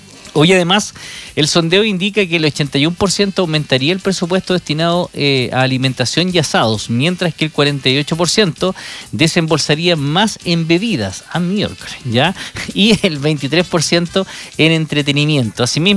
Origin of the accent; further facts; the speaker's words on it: Chile; cómo somos los chilenos